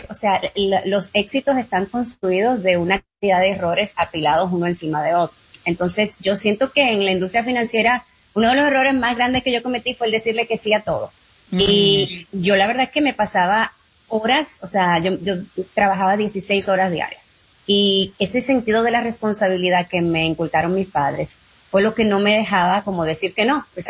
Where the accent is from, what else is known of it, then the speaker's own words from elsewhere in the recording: Dominican Republic; yo soy latina, que vine de República Dominicana y soy mujer y soy ingeniero